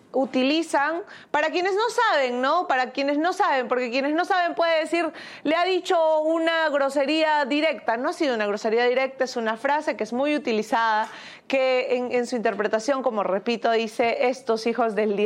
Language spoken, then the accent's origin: Spanish; Peru; un idioma que además nos representa como peruanos.